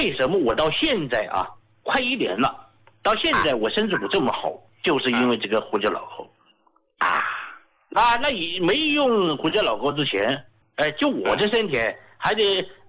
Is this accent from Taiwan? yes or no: no; Sichuan, China; accent: Sichuanese; now in Chongqing, China; 用我们四川话讲呢，那睡得踏实了。